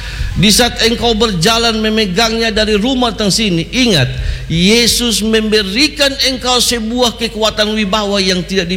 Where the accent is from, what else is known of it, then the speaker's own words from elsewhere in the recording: Alor, East Nusa Tenggara, Indonesia; moved away; Kami orang Alor tidak tersinggung